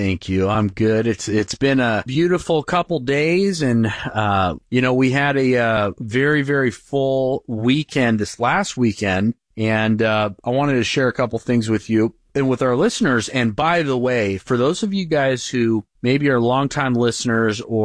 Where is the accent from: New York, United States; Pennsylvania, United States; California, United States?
California, United States; And we came from California, where it's just a different culture.